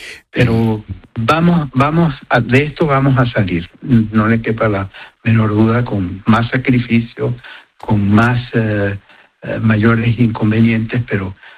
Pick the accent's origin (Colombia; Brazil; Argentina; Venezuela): Venezuela; moved away; Por supuesto que somos los venezolanos los que lo sufrimos.